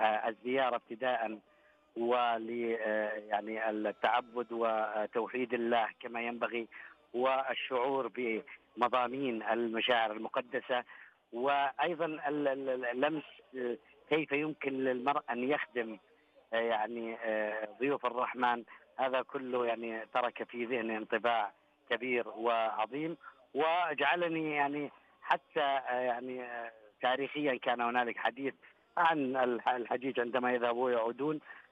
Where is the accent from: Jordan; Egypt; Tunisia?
Jordan; من الأردن،